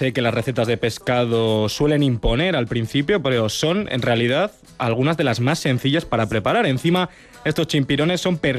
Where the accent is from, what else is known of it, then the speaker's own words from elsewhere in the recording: Pamplona, Navarre, Spain; antes de meterme de lleno en la vorágine de San Fermín, como buen pamplonés que soy